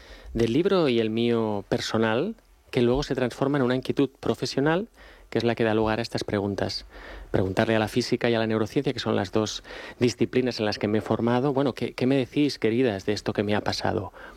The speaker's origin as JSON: {"language": "Spanish", "town": "Barcelona", "region": "Catalonia", "country": "Spain", "lives_now": "Alicante, Spain", "said": "Sí, sobre todo en Alicante, que es donde vivo, aunque yo soy de Barcelona, pero ya hace casi 10 años que estoy en Alicante."}